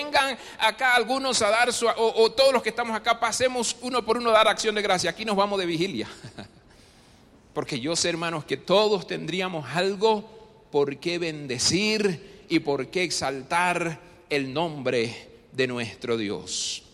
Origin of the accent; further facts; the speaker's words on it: Panama; moved away as an adult; also born or lived in Guanacaste, Costa Rica; now in Costa Rica; Yo soy de nacionalidad panameña, aunque ahora ya soy más tico que el gallo pinto, dice. Porque ya tengo, bueno, 16 años viviendo en este país. Y por ahí pues hay otros testimonios y viví en otro momento hace muchos años atrás también en Guanacaste.